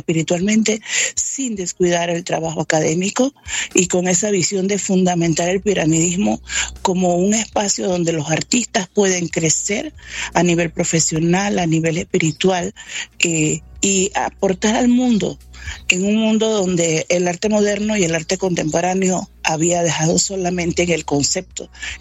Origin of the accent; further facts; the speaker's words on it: Panama; como soy de Panamá